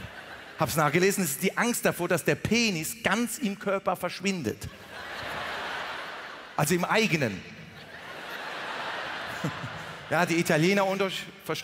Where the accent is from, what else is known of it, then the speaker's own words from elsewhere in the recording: Mannheim, Baden-Württemberg, Germany; Weil bei uns in Monnem, in Mannheim, Monnem, da gibt es einen Bahnhof und eine Führung.